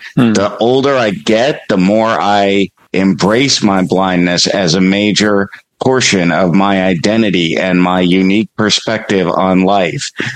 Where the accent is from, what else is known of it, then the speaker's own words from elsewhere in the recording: South Carolina, United States; So I have to shout out to this person because they're from my home state of South Carolina.